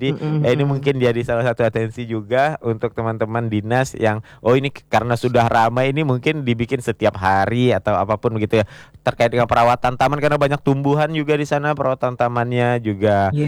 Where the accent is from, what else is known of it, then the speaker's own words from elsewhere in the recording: Sambas, West Kalimantan, Indonesia; saya sebagai orang Sambas dulunya sepi sekali